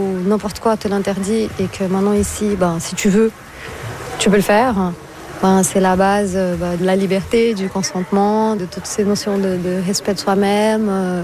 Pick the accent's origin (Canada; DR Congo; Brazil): Brazil; Moi, je suis brésilienne à la base, donc quand je pense à l'Amazone, c'est trouble